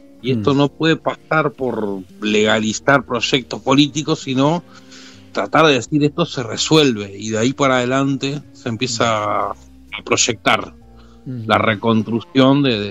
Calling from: Uruguay; de Uruguay.

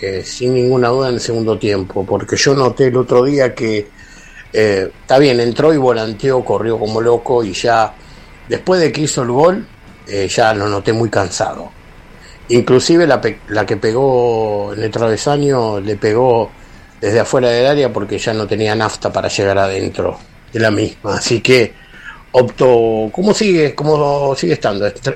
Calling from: City Bell, Buenos Aires Province, Argentina; de Citibel

